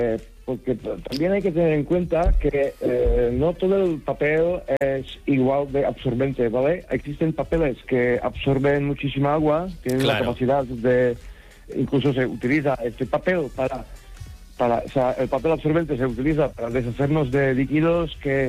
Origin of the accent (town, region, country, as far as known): Buñol, Valencian Community, Spain